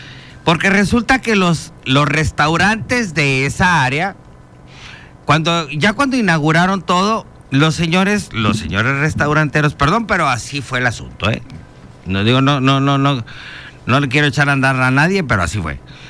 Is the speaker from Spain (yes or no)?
no; Chetumal, Quintana Roo, Mexico